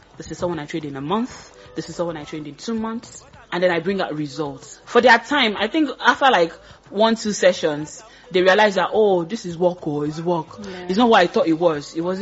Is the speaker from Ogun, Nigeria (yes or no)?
yes; Abeokuta, Ogun, Nigeria; I'm from Abeokuta.